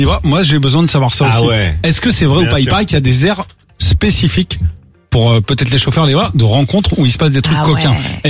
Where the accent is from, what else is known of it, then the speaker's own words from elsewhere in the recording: Pays de la Loire, France; je suis vendéen.